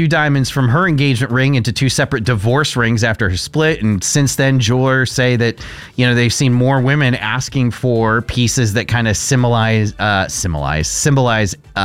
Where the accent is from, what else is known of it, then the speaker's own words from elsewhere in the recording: Connecticut, United States; So when I was growing up in Connecticut